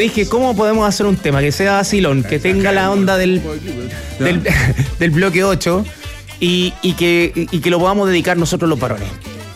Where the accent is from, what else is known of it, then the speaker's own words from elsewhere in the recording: Antofagasta, Chile; De Antofagasta. Nacido, criado y mal criado, ….